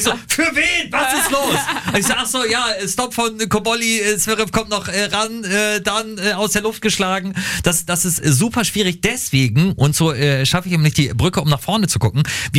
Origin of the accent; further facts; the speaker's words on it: Lower Saxony, Germany; ich komm aus Niedersachsen, wir kommen vom Dorf. Für uns ist Hannover immer noch die große, weite Welt.